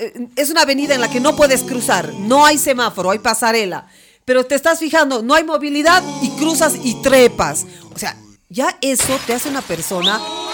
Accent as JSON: {"language": "Spanish", "country": "Bolivia", "said": "nosotros crecemos como bolivianos."}